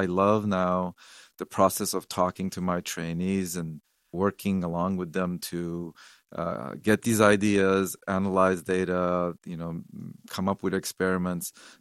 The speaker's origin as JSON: {"language": "English", "country": "Lebanon", "moved": "yes", "said": "I'm an immigrant from Lebanon of Armenian origin"}